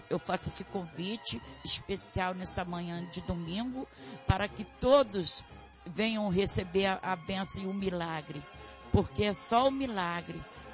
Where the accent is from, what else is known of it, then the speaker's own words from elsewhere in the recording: Bangu, Rio de Janeiro, Brazil; Lá de Bangu.